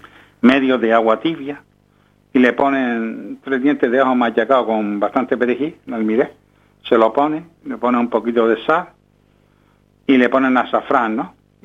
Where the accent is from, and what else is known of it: Canary Islands, Spain